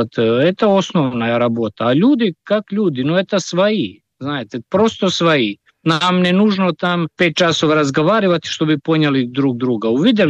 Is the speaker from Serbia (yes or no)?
yes; Serbia; Russian is a second language; moved away as an adult; now in Russia; я просто уехал из Сербии 2013 года, не хотелось больше жить там.